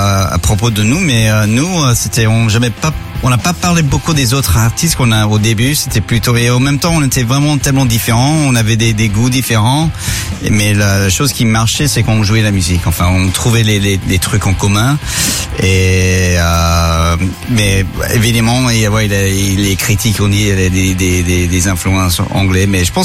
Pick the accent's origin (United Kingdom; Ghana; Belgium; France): United Kingdom; England; first language en; French is a second language; now in Spain; Quand je suis arrivé, je pouvais pas parler français. Évidemment, anglais c'était ma première langue, mais quand je suis parti, je pouvais pas parler anglais.